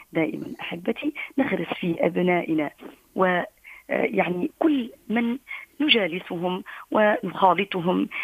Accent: Tunisia; احفظ بلادنا تونس

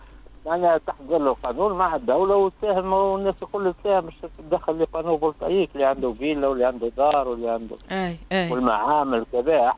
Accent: Tunisia; now in Marseille, France

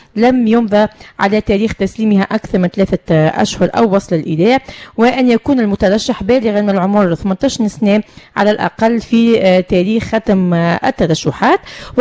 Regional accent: Tunisia; عندنا في تونس

